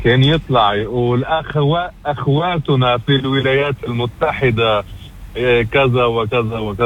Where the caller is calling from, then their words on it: Lebanon; انا ما بدي حدا يدافع عني كأنا لبناني